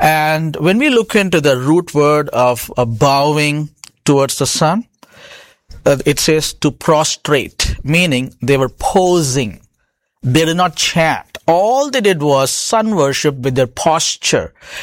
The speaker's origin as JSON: {"language": "English", "country": "India", "tie": "born or raised there", "moved": "yes", "said": "Because I was born and raised in India. I studied in a Hindu school before we became proper Christians, and I was involved in yoga myself"}